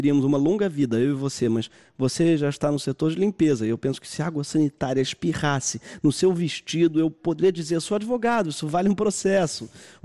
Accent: Brazil; accent: Brazilian; Desculpem o sotaque brasileiro

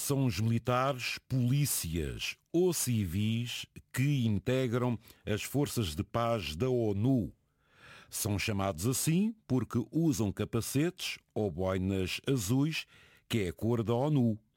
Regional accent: Portugal; muito orgulhosa da minha parte como português

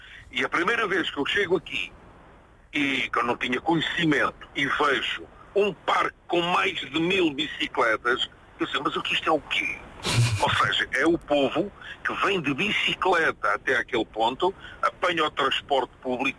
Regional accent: Lisbon, Portugal; moved away as an adult; also born or lived in Coimbra / Aveiro; now in Belgium; eu nasci em Coimbra, fui criado em Lisboa, na zona do Dafo. Casei com uma moça de Aveiro, vim para Aveiro, divorciei-me em Aveiro e vim para a Bélgica.

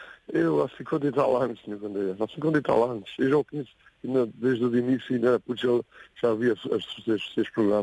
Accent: Portugal; now in Germany; eu sou natural, sou de Ferreira José de Adornos, mas a minha esposa é que é daqui desta terra. Mas tenho as raízes praticamente já aqui

